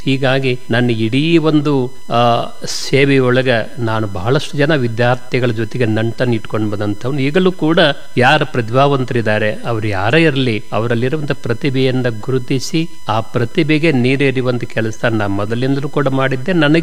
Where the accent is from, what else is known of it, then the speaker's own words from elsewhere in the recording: Mutnal, Karnataka, India; ನಮ್ಮೂರು ಬೆಳಗಾವಿ ತಾಲೂಕಿನ ನೀರ್ ಬಹಳ ಹತ್ತಿರ ಇರುವಂತ ಮುತ್ನಾಳ ಅಂತ ಒಂದು ಊರು. ಮುತ್ನಾಳ ಊರನ್ನೇ ಬಹಳ ವಿಶೇಷವಾದಂತಿ ಮಲೆನಾಡಿನ ಸೆರಗು, ಭತ್ತದ ಗದ್ದೆಗಳು ಬಹಳಷ್ಟು. ಸುಮಾರು ಮಳೆ ಅಂತೂ ಮೂರ್ನಾಲ್ಕು ತಿಂಗಳು ಸತತವಾಗಿ ಮಳೆ ಬರ್ತಾ ಇತ್ತು.